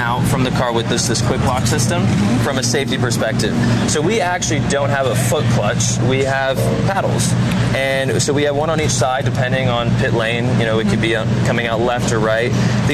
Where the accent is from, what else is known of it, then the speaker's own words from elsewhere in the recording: United States; born there; I get to say I'm born here in America